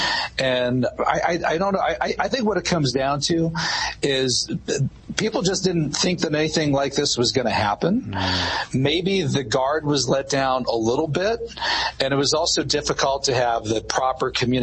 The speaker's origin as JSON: {"language": "English", "town": "Butler", "region": "Pennsylvania", "country": "United States", "tie": "born or raised there", "said": "By the way, that would be an interesting book now, given what happened in my hometown of Butler, Pennsylvania."}